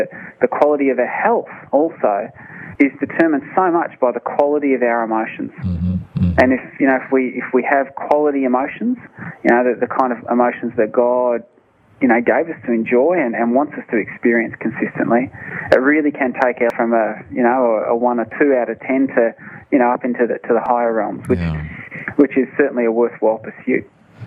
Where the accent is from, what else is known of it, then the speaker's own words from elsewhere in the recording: Australia; Now, I, being an Australian, we have a habit of, it as many ills, that one line, being an Australian.